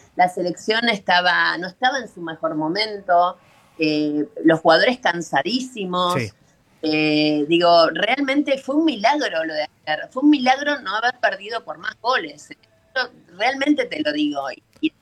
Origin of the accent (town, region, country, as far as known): Argentina